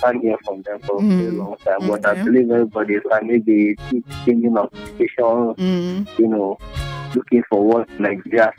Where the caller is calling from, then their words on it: Nigeria; We in Nigeria.